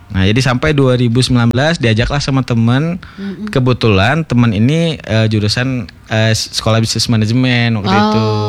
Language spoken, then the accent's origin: Indonesian; West Sumatra, Indonesia; now in Bandung, Indonesia; Aku orang Sumatera Barat, Ibu.